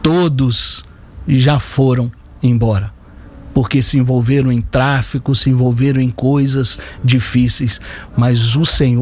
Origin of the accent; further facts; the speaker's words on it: São Gonçalo, Rio de Janeiro, Brazil; onde eu nasci, eu sou de São Gonçalo